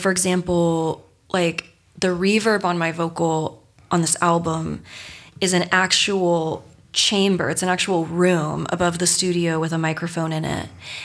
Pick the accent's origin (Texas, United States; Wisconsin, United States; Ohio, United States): Texas, United States; growing up in Texas